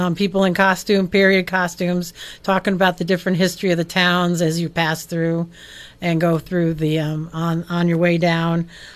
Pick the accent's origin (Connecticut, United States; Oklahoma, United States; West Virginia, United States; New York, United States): Connecticut, United States; I'm proud to say that I'm an American, and I'm proud to say that I've come from Northeastern Connecticut